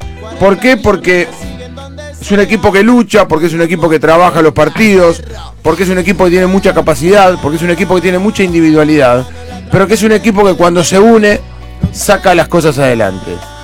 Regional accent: Argentina; Todos los argentinos que somos solidarios

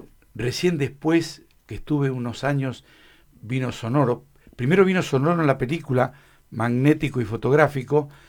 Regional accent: Argentina; moved away; yo vengo de la localidad de Ingeniero Guay.

